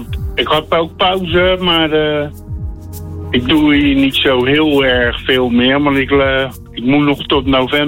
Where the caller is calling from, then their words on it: Rotterdam, South Holland, Netherlands; Ik bel nu vanuit de Botlek